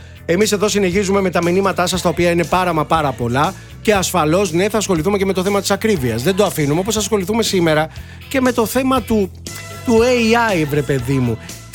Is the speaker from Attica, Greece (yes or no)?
no; Molaoi, Peloponnese, Greece; στο χωριό μου στους Μολάους.